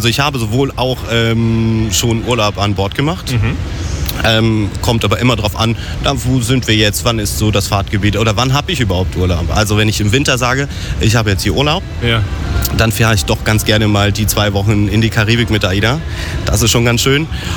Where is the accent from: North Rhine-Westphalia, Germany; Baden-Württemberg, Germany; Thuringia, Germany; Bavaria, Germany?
North Rhine-Westphalia, Germany; Also, aus dem Sauerland.